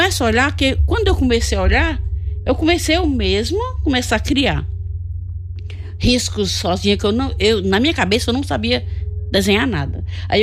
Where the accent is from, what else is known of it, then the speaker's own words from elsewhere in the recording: Jequitinhonha, Minas Gerais, Brazil; Falei, sou de Jequitinhonha, você é do Vale? Eu falei, é do Vale, mas dentro do Vale tem uma cidade que chama Jequitinhonha, que é o coração do Vale. Eu sou de lá e essas coisas são tudo lá.